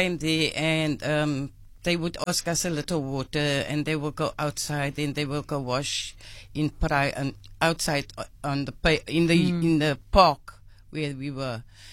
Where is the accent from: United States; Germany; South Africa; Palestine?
South Africa; Cape Town, Western Cape; I grew up in Salt River. I'm 63 years in Salt River